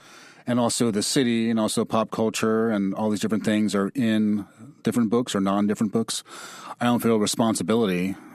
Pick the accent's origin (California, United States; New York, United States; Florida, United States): New York, United States; And I grew up in New York in the 80s, where you hear about Michael Griffith, Eleanor Bumpers.